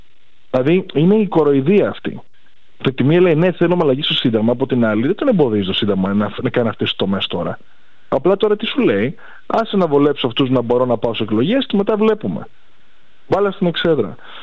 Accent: Greece; να είμαι περήφανος για την πατρίδα μου σήμερα. Όχι μόνο για την ιστορία της. Θέλω να είμαι περήφανος για τη σύγχρονη Ελλάδα

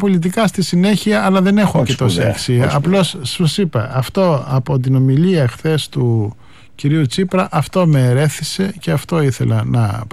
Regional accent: Skala Kamineon, North Aegean, Greece; Το σήκωσες όταν περνάγανε 10.000 μετανάστες κάθε μέρα από την Τουρκία απέναντι στη σκάλαση Καμινέα στην πατρίδα μου.

